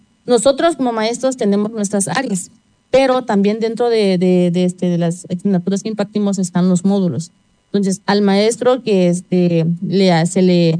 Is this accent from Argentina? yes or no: no; Cochoapa, Guerrero, Mexico; soy originaria de Cochuapa, pero estoy trabajando aquí como docente en el Bachillerato Intercultural Plantel 08 Zacualpan.